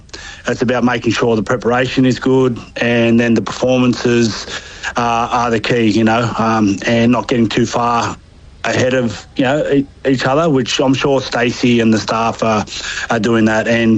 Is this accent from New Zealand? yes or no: yes; New Zealand; because historically, as a as a Kiwi team and Kiwi squad, our attack's always improved.